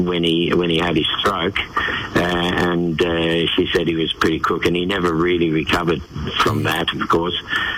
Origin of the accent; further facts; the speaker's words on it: Perth, Western Australia, Australia; I've been in Perth now for 6 or 7 years, because this is my hometown